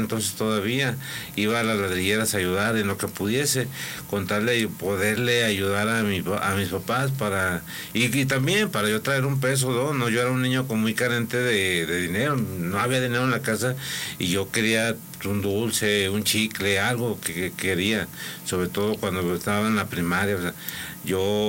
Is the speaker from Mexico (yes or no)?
yes; Aguascalientes, Mexico; Y papá, ellos eran de Zacatecas, nosotros nos quedamos aquí en Aguascalientes, todos mis hermanos somos cuatro, nacimos aquí en Aguascalientes